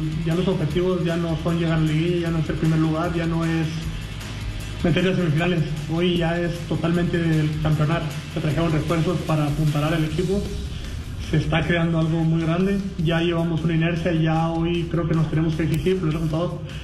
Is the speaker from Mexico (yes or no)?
yes; Mexico; como mexicanos no creemos que podemos y hay que hacernos creer que podemos